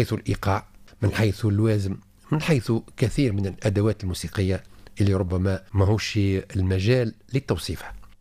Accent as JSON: {"language": "Arabic", "country": "Tunisia", "said": "احنا التوانسة"}